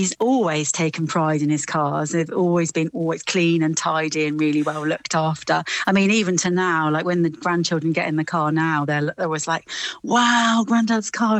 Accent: Paignton, South West England, United Kingdom; We grew up in Devon, in Paignton by the sea.

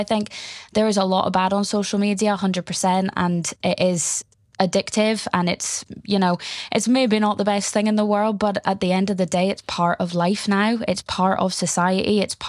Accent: a Scottish island, Scotland, United Kingdom; I'm from a Scottish island

